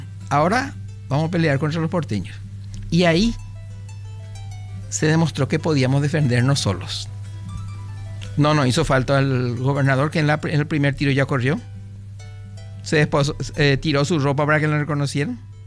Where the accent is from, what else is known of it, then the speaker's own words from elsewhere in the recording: Paraguay; Pero seguimos siendo paraguayos.